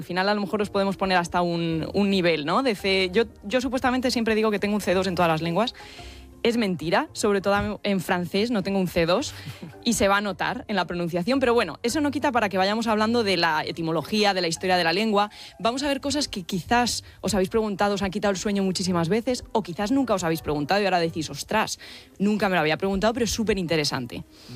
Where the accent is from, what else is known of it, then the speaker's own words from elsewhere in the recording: Guadalajara, Castilla-La Mancha, Spain; born there; Nací en Guadalajara.